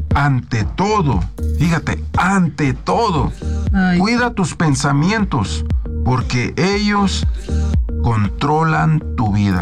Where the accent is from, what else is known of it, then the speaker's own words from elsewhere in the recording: Guanajuato, Mexico; A mí me gusta mucho la banda porque soy de Guanajuato.